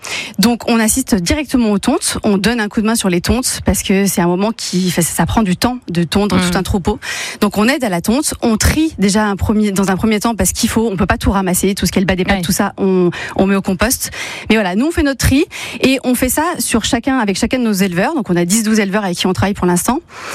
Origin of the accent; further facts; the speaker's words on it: Saint-Étienne, Auvergne-Rhône-Alpes, France; also born or lived in Lyon / Paris; je suis un pur produit stéphanois, hein, je suis née à Saint-Étienne et je suis partie pour mes 17 ans, pour les études, donc de stylisme à Lyon et Paris